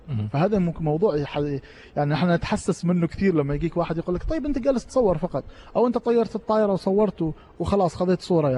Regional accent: Oman

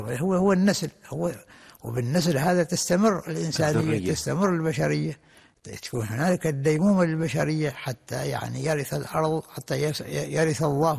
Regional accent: Oman; فدائما الإنسان حتى عندنا في عمان كنا نحن يعني في السابق نرى أن الشخص الذي عنده عدد من الأولاد ينظر إليه بهيبة وإجلال،

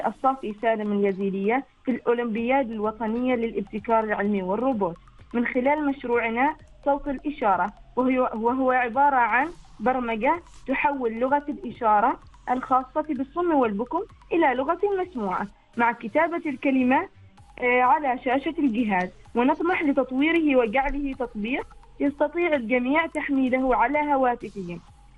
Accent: Oman; نحن أبناء عمان، وبلدنا تستحق أن نرفع رايتها فوق هامات السحاب

